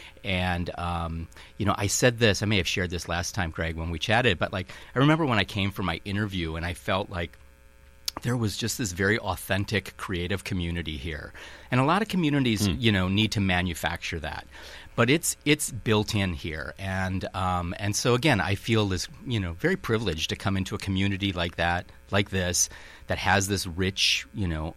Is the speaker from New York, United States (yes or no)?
no; Saint Paul, Minnesota, United States; accent: Minnesota; also born or lived in Santa Cruz, California / Breckenridge, Colorado / Ann Arbor, Michigan; now in Racine, United States; I have this little Minnesota accent because I'm originally from St. Paul.